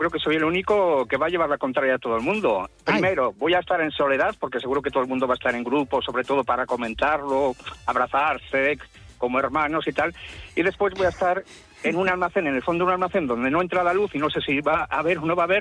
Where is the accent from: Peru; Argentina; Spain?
Spain; Bilbao, Basque Country; now in Galicia, Spain; Digo que estoy en Galicia, pero yo soy de Bilbao.